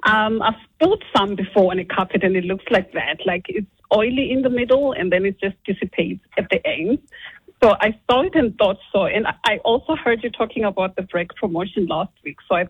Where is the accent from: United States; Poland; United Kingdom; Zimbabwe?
Zimbabwe; now in Aberfoyle Park, Australia; I'm originally from Zimbabwe.